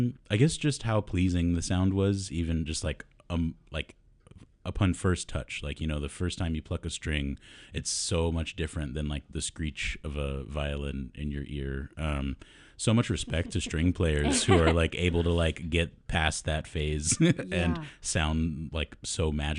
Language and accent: English; Virginia, United States; I grew up in Virginia.